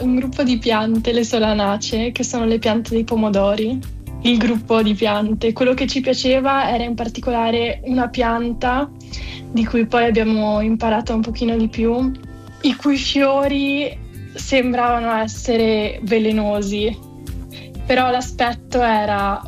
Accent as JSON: {"language": "Italian", "region": "Trentino-Alto Adige", "country": "Italy", "said": "Ci siamo conosciuti in università. Siamo un gruppo un po' misto. Io e la bassista veniamo dall'Alto Adige e gli altri ragazzi sono della Germania."}